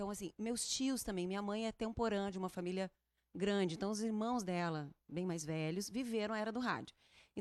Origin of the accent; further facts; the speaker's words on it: Rio Grande do Sul, Brazil; Eu vim do Rio Grande do Sul.